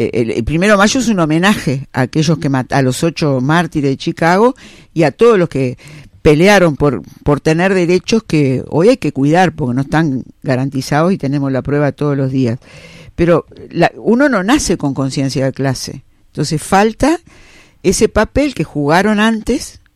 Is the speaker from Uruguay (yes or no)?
yes; Uruguay